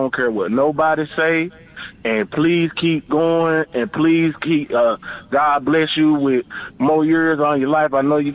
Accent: North Carolina, United States; I'm from North Carolina.

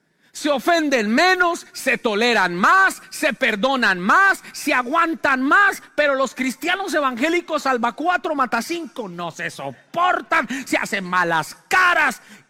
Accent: Colombia; fui a mi tierra de Colombia. Mi tierra, yo no es Bogotá. Aunque todo el mundo dice: ¿usted nació en Bogotá? Bogotá es la ciudad. Pero yo vengo del campo, de allá de las vacas.

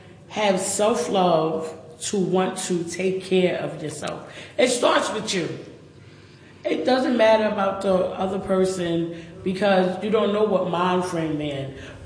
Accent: Jersey City, New Jersey, United States; moved away as an adult; now in Atlanta, United States; It was nice growing up in Jersey City.

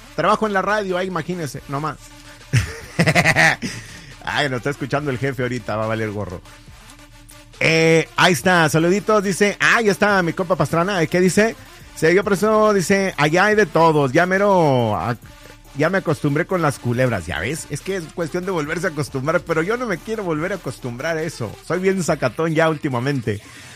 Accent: Cuautla, Morelos, Mexico; now in United States; allá yo crecí en Cuautla, Morelos. Allá radiqué muchos años. No soy originario de allá, pero allá crecí.

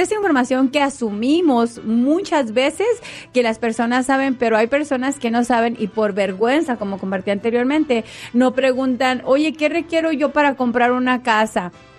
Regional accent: San José de Moritos, Durango, Mexico; now in United States; de donde yo vengo, bien orgullosa, San José de Moritos, Durango, soy de Durango.

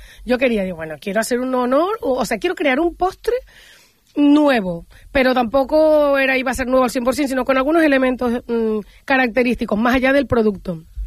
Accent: Barlovento, Canary Islands, Spain; un postre típico de mi pueblo, de Barlovento.

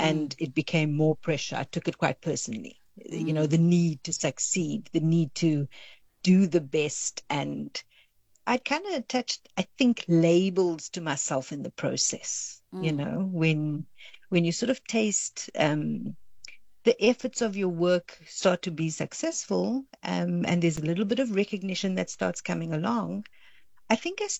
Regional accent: Cape Town, Western Cape, South Africa; I'm originally from Cape Town, and yeah. I spent the first 10 years of my career there

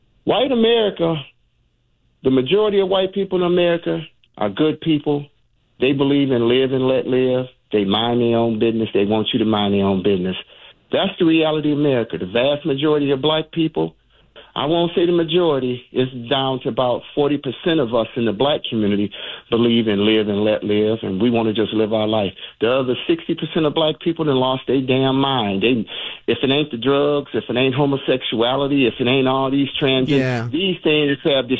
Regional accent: Michigan, United States; They took over Dearborn. I'm from Michigan. I remember when Dearborn wasn't like that.

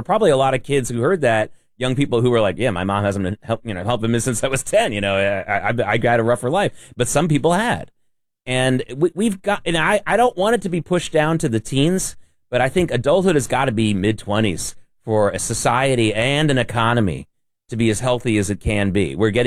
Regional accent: Norfolk, Virginia, United States; now in New York, United States; before I came to New York, I was growing up in Norfolk, Virginia. And my block in Norfolk, Virginia, which was upper middle class, but a little bit more than middle class neighborhood.

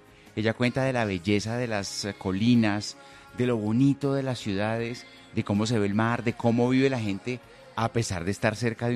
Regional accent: Pereira, Risaralda, Colombia; now in Puerto Vallarta, Mexico; Soy de Pereira, estoy feliz de escuchar a Catalina, vivo en México, en Puerto Vallarta. Recuerdo a los serenateros de Pereira, clásico

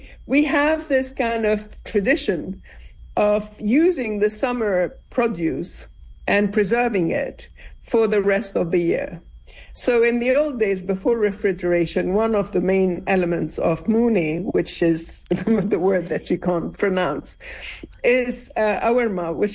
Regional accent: Beirut, Beirut Governorate, Lebanon; first language Arabic; English is a second language; moved away; also born or lived in Syria / Italy; now Lebanon is in a very sad, sorry state. But when I grew up there before, you know, the civil war, we did have a kind of mini civil war when I was six. It was, you know, it was Dolce Vita. It was like you had bars and cafes where my parents lived in Western Beirut.

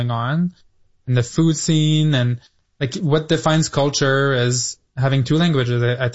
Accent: Quebec City, Quebec, Canada; first language French; English is a second language; I'm from Quebec City, born and raised, Francophone also. My grandmother was Anglophone though.

